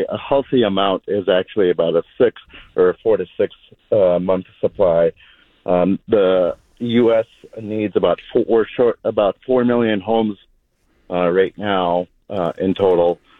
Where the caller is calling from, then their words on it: Minneapolis, Minnesota, United States; I am a local realtor here in Minneapolis.